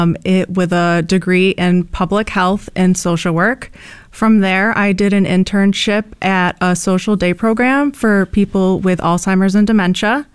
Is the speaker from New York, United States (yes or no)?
yes; Syracuse, New York, United States; born or raised there